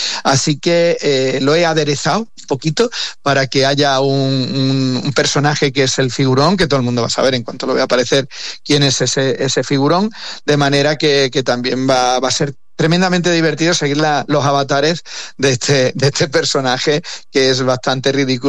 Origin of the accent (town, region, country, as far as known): Extremadura, Spain